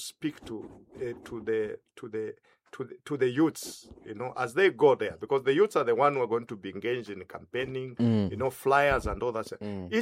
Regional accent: Zambia; we are all Zambians

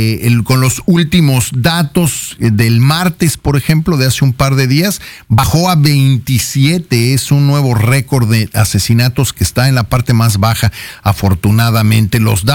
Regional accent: Mexico; somos mexicanas y mexicanos y que todos vivimos en este país

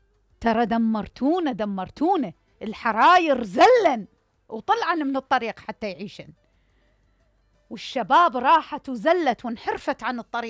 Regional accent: Iraq

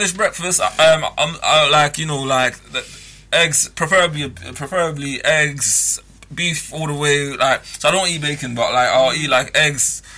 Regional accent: Ghana; sometimes I can overexert myself because it's like I come from Ghana as well.

